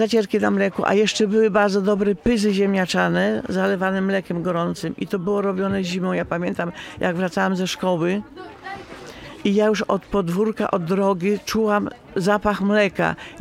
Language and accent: Polish; Samogoszcz, Masovian Voivodeship, Poland; Ja pochodzę ze wsi Samogoszcz, gmina Maciejowice, powiat garwoliński.